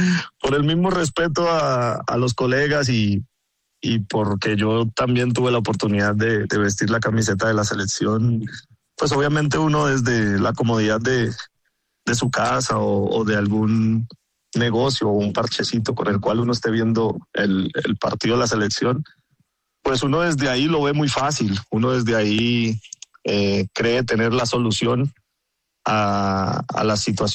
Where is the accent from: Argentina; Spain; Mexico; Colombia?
Colombia; como colombiano y como jugador de fútbol activo